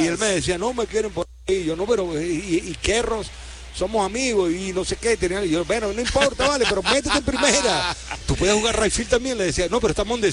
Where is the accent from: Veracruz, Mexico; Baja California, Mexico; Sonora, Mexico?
Baja California, Mexico; Tijuana; Somos paisanos.